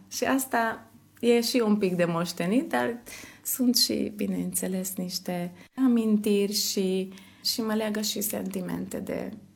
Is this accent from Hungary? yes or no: yes; Micherechi, Békés, Hungary; Nu m-aș muta niciodată de acolo. Am soț, chiar și el micherechian, așa că nici nu s-a ivit ideea niciodată să ne mutăm ori în Giula, ori în alt localitate. Noi suntem din Michereghi